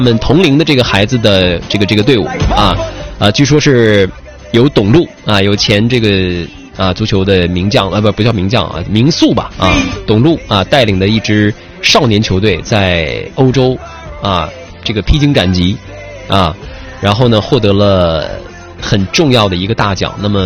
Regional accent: China; 真的我们中国人真的是倾尽所有啊，

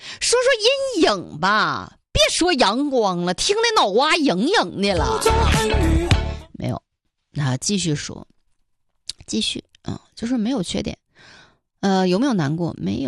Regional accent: Northeast China, China; accent: Northeastern dialect; 说白了跟我们东北话说就是再糙一点，

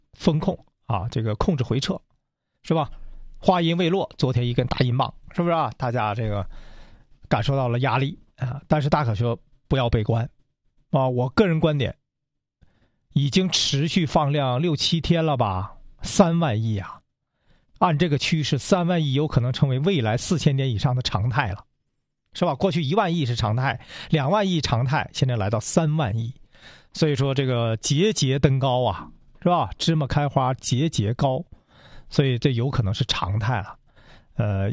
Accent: China; 变成我们中国人了

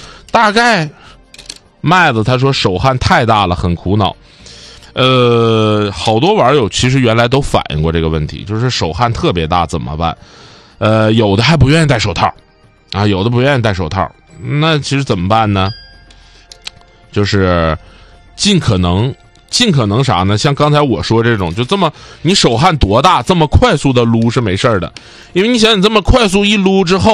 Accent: Northeast China, China; accent: Northeastern Mandarin (Dongbei); 我们东北话呢，尤其黑龙江那头，

